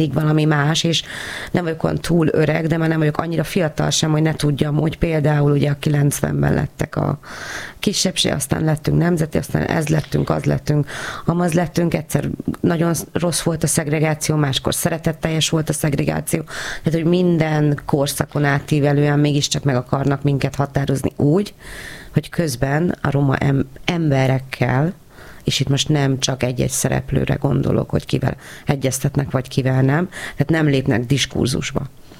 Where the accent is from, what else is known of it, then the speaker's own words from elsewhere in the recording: Hungary; mi magyarok vagyunk.